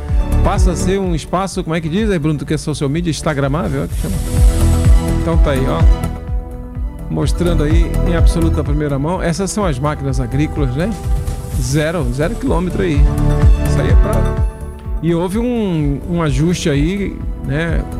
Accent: Amapá, Brazil

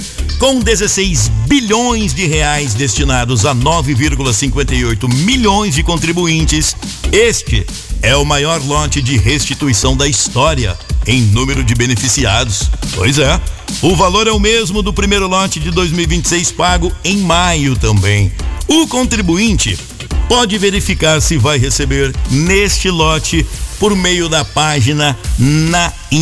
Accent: Brazil; como um bom brasileiro, estou na fila

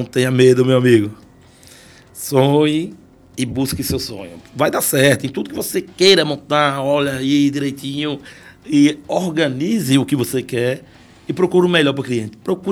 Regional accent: Ribeira do Pombal, Bahia, Brazil; born there; also born or lived in Poço Verde; now in São Paulo, Brazil; É, nasci em Pombal, porém, meu pai montou comércio em Poço Verde, né? Que é onde fiquei uma temporada lá. Eu fui embora para São Paulo

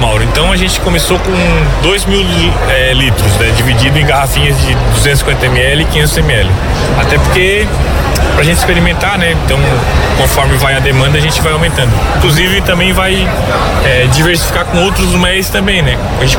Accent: Santa Catarina, Brazil; A gente é de Sara, exatamente. Capital catarinense do mel.

